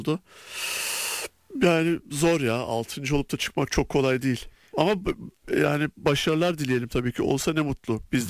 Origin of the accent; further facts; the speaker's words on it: Ankara, Turkey; Yani kusura bakmasın ben de Ankaralıyım ama Keçiören deplasman diye bir deplasman yok yani.